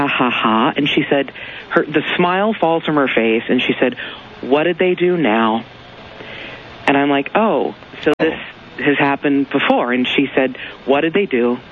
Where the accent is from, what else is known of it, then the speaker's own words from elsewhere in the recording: Kentucky, United States; moved away as an adult; now in Los Angeles, United States; I was raised Southern Baptist. I'm from Kentucky originally. I've lived in Los Angeles for 8 years.